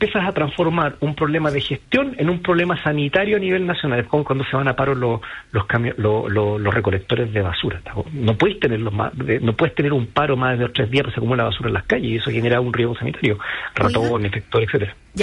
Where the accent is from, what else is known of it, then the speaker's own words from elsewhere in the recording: Iquique, Tarapacá, Chile; Lo del desierto es simplemente porque se inició en la zona norte con el recorte de inventario, y así nació, pues yo soy de Iquique, digamos